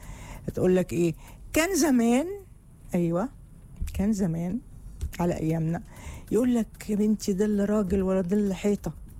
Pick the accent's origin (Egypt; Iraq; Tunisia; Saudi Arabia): Saudi Arabia; من السعوديه.